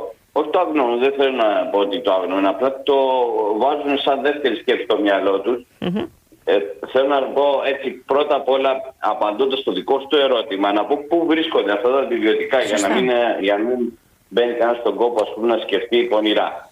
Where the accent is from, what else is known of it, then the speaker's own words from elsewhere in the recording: Greece; σαν Έλληνες έχουμε μάθει